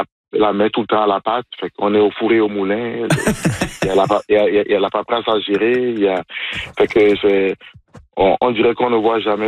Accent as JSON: {"language": "French", "country": "Benin", "said": "faire venir des travailleurs étrangers de mon pays d'origine, du Bénin, oui."}